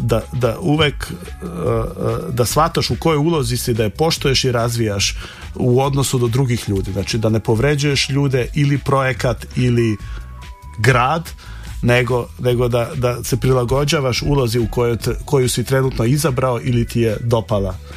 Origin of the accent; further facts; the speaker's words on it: Ljubljana, Slovenia; Ja sam živeo u više delova Ljubljane, ja sam dete iz tada istočnog pregrađa Moste, ja sam iz Most, ali kasnije sam živio u centru i sada živim na Kolezi.